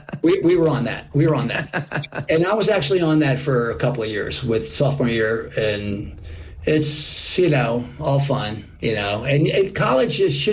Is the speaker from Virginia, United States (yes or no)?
yes; Virginia, United States; I'm from Northern Virginia, which back then was night and day different from where Emory is.